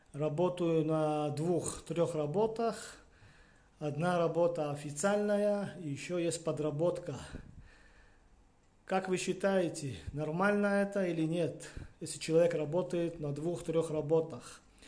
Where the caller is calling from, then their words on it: Israel; из Израиля.